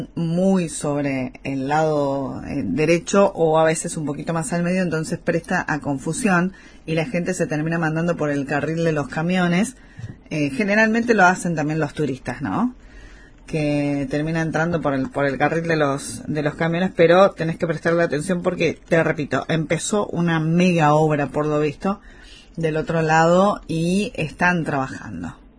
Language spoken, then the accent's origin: Spanish; Argentina